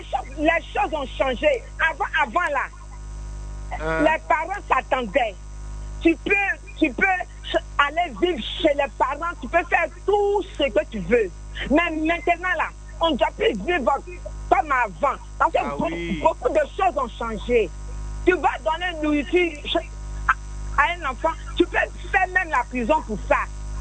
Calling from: Abidjan, Côte d’Ivoire; J'appelle Abobo Baoulé.

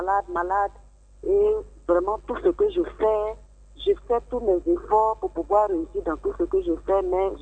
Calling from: Abidjan, Côte d’Ivoire; je vous appelle de Yopougo.

